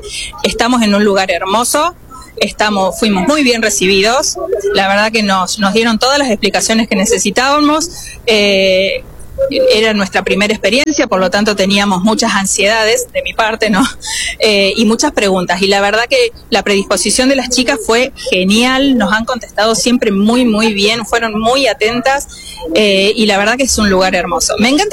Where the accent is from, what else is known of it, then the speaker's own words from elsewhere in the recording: General Levalle, Córdoba, Argentina; Nosotros somos de General Levalle